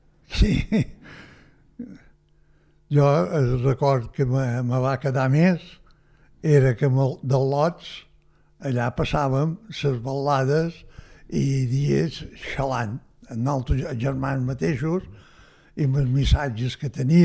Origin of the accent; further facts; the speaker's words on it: Ferreries, Balearic Islands, Spain; born there; Jo vaig néixer a Tira-sec, el terme de Ferreries.